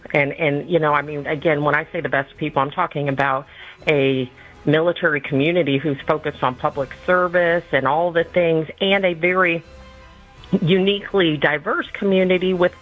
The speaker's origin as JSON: {"language": "English", "town": "Puyallup", "region": "Washington", "country": "United States", "tie": "born there", "said": "I was born in Puyallup, Washington. My dad was stationed in Washington State at the time."}